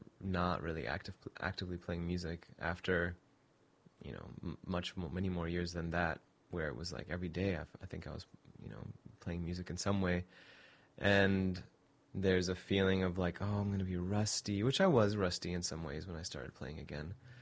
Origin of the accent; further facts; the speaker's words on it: Saudi Arabia; I grew up with them in Saudi Arabia and came up, learned music, playing with them and hanging out.